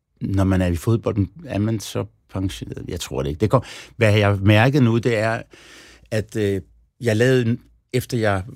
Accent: Copenhagen, Capital Region of Denmark, Denmark; now in Netherlands; Fordi det er der, hvor jeg kommer fra.

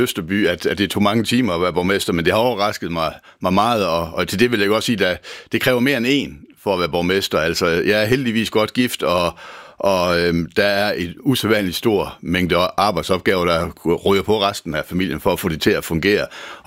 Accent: Lemvig, Central Denmark Region, Denmark; Nu er jeg barnefødt i Lemvig, så jeg kender jo befolkningen, og mange af dem i hvert fald.

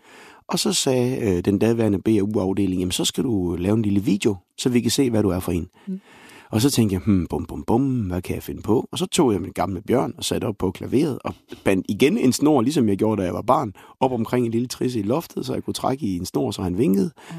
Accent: Viborg, Central Denmark Region, Denmark; så kan jeg jo med det samme mærke guldtippet hjemme i Viborg, hvor jeg lå og legede med mine tøjdyr og med mine legoklodser

